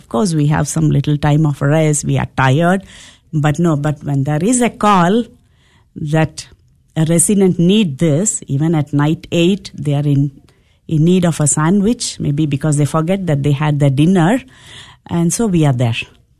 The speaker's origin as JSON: {"language": "English", "country": "India", "moved": "as an adult", "said": "I come from India"}